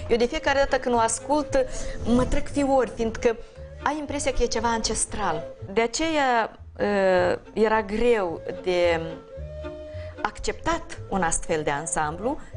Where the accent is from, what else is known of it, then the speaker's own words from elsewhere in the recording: Brânzar, Cahul District, Moldova; Ziceam că eu nu m-am oprit doar în satul meu, am mers și dincolo de Cahul